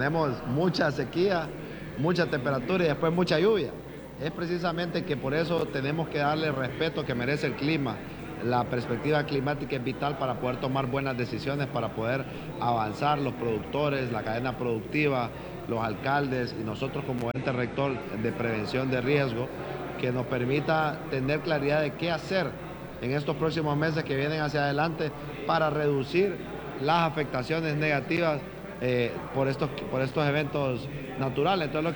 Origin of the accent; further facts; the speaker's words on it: Honduras; como los hondureños lo sabemos hacer